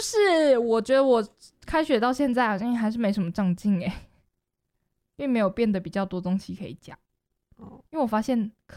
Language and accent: Chinese; southern Taiwan, Taiwan; 我们这些南部人